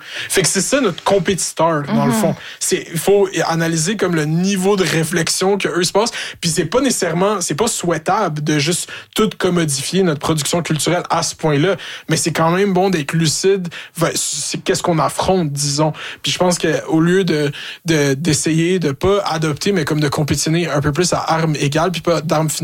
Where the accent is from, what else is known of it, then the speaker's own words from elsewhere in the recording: Quebec, Canada; je crois en fait qu'on peut comme rivaliser avec eux parce que forcément, on est Québécois. On fait des affaires pour les Québécois.